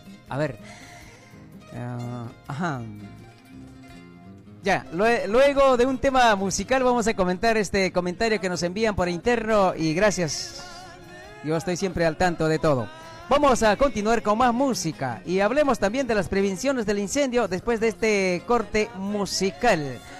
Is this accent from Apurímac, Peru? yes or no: yes; Grau Province, Apurímac, Peru; moved away; hace poquito hemos estado pues en nuestra querida tierra Akira, hemos ido a cumplir con nuestro deber cívico, ¿no? Como todo peruano, tenemos que cumplir con nuestro deber.